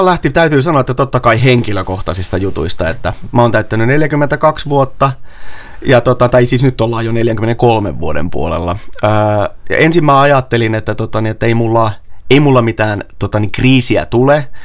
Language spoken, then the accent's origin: Finnish; Kaustinen, Central Ostrobothnia, Finland; moved away; tuolla Kaustisella, mistä mä oon kotoisin